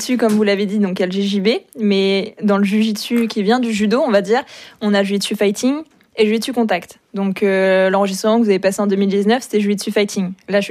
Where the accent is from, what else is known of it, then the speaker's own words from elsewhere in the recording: La Chapelle-la-Reine, Île-de-France, France; Alors moi, je viens de La Chapelle-la-Reine, et mon club actuellement, c'est à Asnières-sur-Seine.